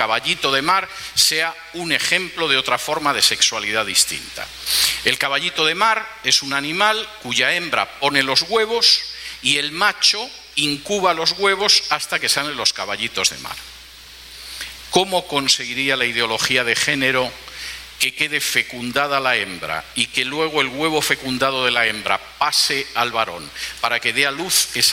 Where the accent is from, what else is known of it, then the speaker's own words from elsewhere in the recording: Spain; Por ejemplo, en mi país, hace cosa de poco más de un año, en algunas regiones de España